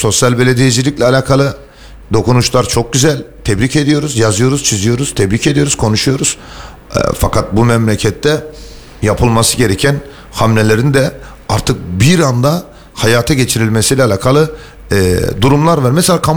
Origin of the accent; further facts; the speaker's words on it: İzmir, Turkey; Artık Demirtaş Alsancak hattında doğduk büyüdük ikimiz. O bölgeleri biliriz.